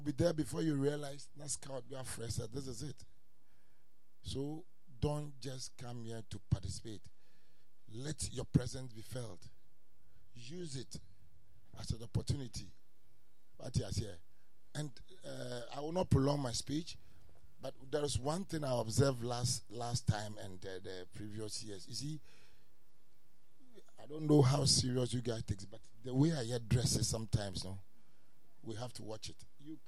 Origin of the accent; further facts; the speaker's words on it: Tema, Greater Accra, Ghana; I grew up here in Tema.